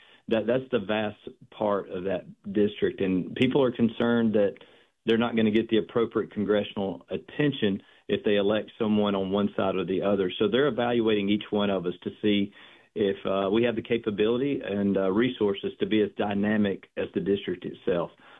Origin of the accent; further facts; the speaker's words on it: Fayetteville, Tennessee, United States; I grew up, born and raised in Fayetteville, Tennessee, right on the Alabama-Tennessee state line, just north of Huntsville. It takes us about 25 to 30 minutes to get back and forth to Huntsville.